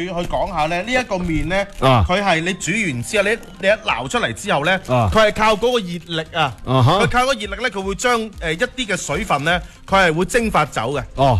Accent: Foshan, Guangdong, China; 就喺我哋佛山街上边咧就话，馒头夹面，碳水夹碳水，正啊！

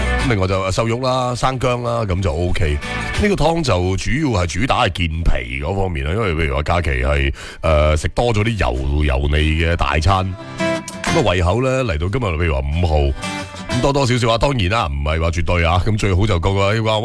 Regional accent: Guangdong, China; 咁仲有就我哋广东人都好啱嘅润喉

